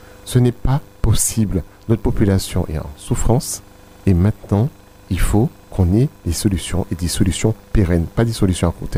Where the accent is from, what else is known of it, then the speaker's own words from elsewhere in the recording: Martinique; je suis en Martinique. Mm-hmm. Je suis martiniquais.